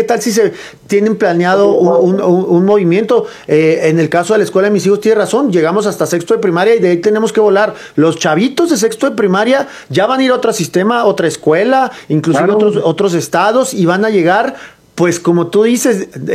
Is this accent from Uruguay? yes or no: no; Chihuahua, Mexico; Claro, digo, paisano, o sea, yo también, yo claro, soy de Chihuahua